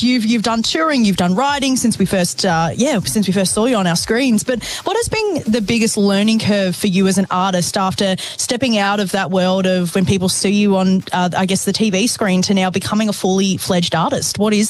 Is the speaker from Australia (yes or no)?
yes; Mornington, Victoria, Australia; Aussie talent from my hometown of Mornington